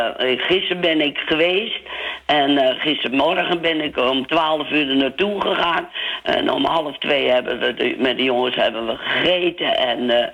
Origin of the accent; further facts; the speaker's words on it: Muiden, North Holland, Netherlands; Nou, niet van de Volendam, maar wel van de Muiden.